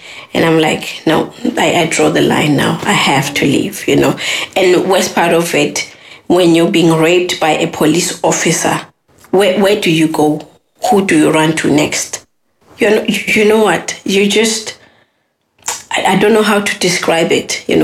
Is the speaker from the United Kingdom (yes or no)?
no; South Africa; now in Ireland; I'm from South Africa. The reason why I left South Africa is because of what happened to me.